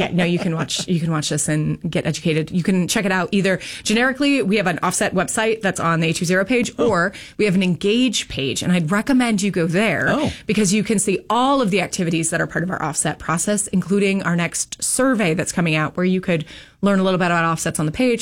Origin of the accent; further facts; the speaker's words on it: Indiana, United States; I was actually back home. I grew up in Indiana this weekend, and I went to one of our reuse centers